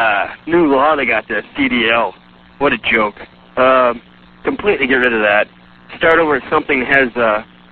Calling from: Illinois, United States; from Illinois.

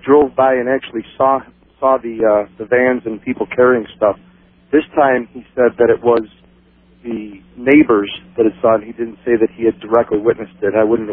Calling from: Niagara Falls, New York, United States; I'm calling from Niagara Falls, New York.

